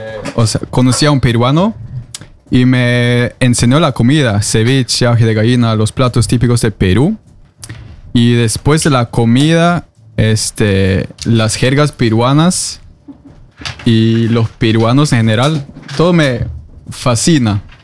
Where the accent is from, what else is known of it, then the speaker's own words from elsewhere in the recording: Trondheim, Trøndelag, Norway; Spanish is a second language; soy de Trondheim. Yo soy noruego que hago contenido sobre Perú.